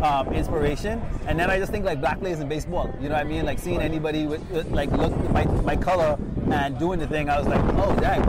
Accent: Bahamas; Yeah, I mean, like, obviously it's a lot more laid back than New York, I'll tell you that, you know what I mean? And so definitely a real calm lifestyle. But grew up playing fast-paced softball.

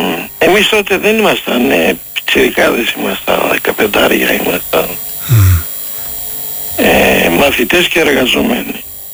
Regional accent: Thessaloniki, Central Macedonia, Greece; Γιατί γεννήθηκα στην Άνω Πόλη στα Κάστρα.

